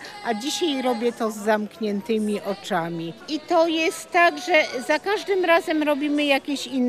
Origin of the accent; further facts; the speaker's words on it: Jeleśnia, Silesian Voivodeship, Poland; jestem z Jeleśni.